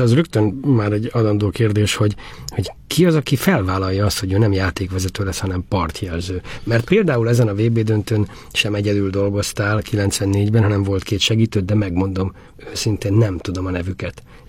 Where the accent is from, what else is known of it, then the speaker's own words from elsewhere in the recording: Hungary; akinek bemutatott, az mind tudta rólam, hogy én is magyar vagyok